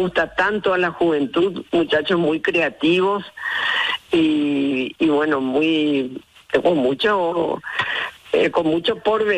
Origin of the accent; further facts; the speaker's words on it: Paraguay; nosotros en Paraguay